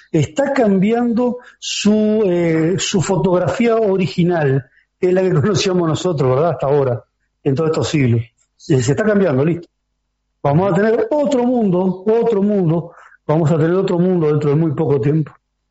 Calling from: Hernandarias, Alto Paraná, Paraguay; Yo estoy en Hernandaria. Yo vine de Corpus Christi, que es la frontera, uh-huh. Pindotiporá, que es la frontera con Brasil, la frontera norte de Paraguay con Brasil. Me vine antes de ayer.

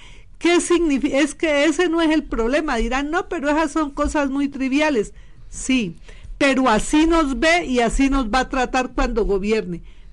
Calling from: Colombia; siempre nos maltrató como ciudadanos colombianos

